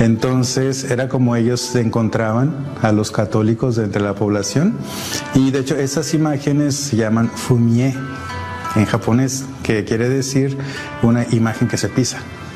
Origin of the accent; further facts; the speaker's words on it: Arteaga, Coahuila, Mexico; Soy originario de Arteaga, Coahuila, está en el norte de México.